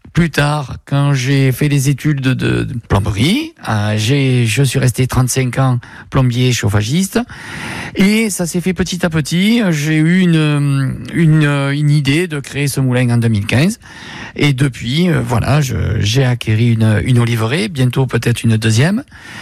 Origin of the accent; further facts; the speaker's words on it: Plan-de-Cuques, Provence-Alpes-Côte d'Azur, France; Alors, mon enfance, je suis né à Plan-de-Cuques. Mon père est de Plan-de-Cuques et ma mère de Château-Gombert, Saint-Mitre.